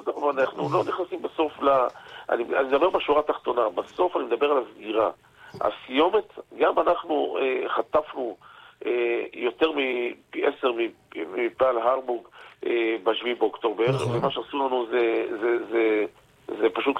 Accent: the Krayot, Haifa District, Israel; אני גם גדלתי בקריות

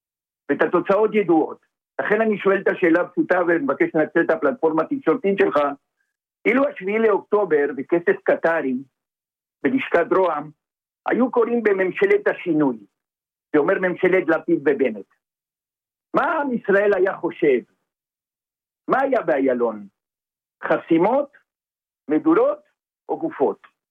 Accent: Argentina; Hebrew is a second language; המחלוקת שאני רואה בו, כיהודי גלותי, וכפי שאתה שומע, אני...

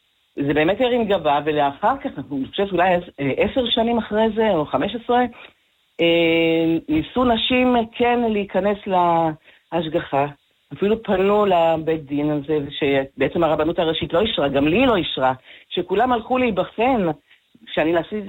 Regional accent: Nahariya, Northern District, Israel; moved away as an adult; now in Amka, Israel; אני קודם כל נולדתי בנהריה, גדלתי שם, התחתנתי עם עזריאל, שהוא בן ממשיך פה במושב עמקה, אז באנו פה

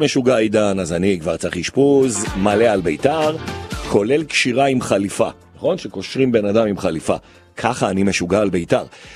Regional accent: Jerusalem, Jerusalem District, Israel; אבל פה אני ירושלמי, פה אני ביתרי

